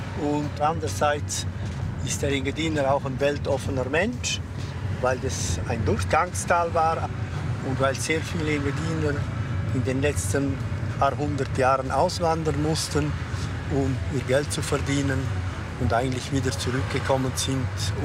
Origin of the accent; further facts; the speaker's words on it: Zernez, Graubünden, Switzerland; Ich bin ja aufgewachsen in Zernetz, in der Metzgerei von meinem Vater.